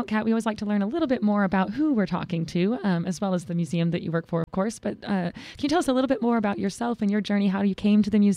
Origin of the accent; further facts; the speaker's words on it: Georgia, United States; I grew up just outside Atlanta.